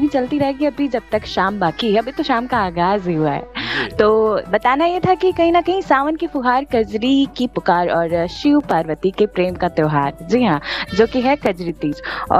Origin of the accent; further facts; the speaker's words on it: Uttar Pradesh, India; चूंकि मैं उत्तर प्रदेश से बिलोंग करती हूँ तो हमारे यहाँ का ये लोक पारंपरिक त्यौहार है।